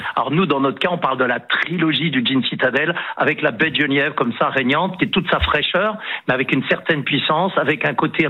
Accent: France; Et alors, je vais vous le dire, en plus, en tant que Français, un petit coup de cocorico très rapide.

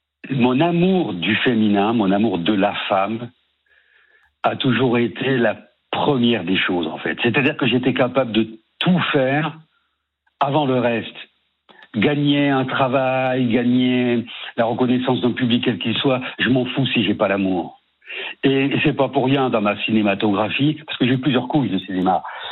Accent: Mediterranean south of France, France; born there; accent: southern, sing-song accent; moved away as an adult; also born or lived in Brittany; now in Paris, France; je suis né dans le Sud-Ouest et j'ai vécu 22 ans dans le bassin méditerranéen.

